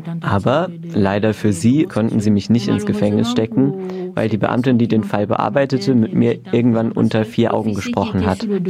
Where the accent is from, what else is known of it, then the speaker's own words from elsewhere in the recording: Cameroon; now in Germany; ich bin ein Transmann und ich bin 32. Ich komme aus Kamerun.